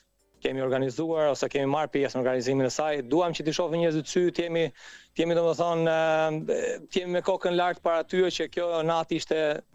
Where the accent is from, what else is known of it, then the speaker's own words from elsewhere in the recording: Tepelenë, Gjirokastër County, Albania; jam dhënë nga Tepelena